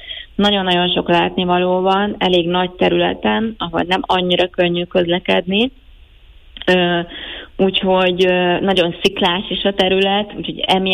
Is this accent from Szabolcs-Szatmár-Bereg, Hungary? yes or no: no; Budapest, Hungary; moved away as an adult; now in Naples, Italy; Nagyon szeretek egyébként itt élni, de azért azt hozzá kell tennem, hogy én Budapesten nőttem fel